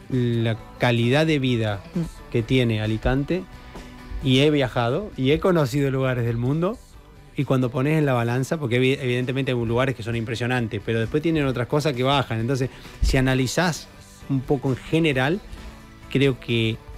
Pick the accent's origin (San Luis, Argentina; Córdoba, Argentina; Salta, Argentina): San Luis, Argentina; había 9 chicos de San Luis. ¿Ah, sí? 9. Éramos mayoría.